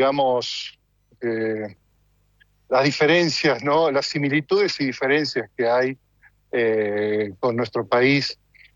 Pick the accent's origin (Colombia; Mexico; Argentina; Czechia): Argentina; also born or lived in Italy; now in Netherlands; yo soy argentino y pero también me siento italiano por mi descendencia. He vivido muchos años en Italia antes de mudarme acá a Países Bajos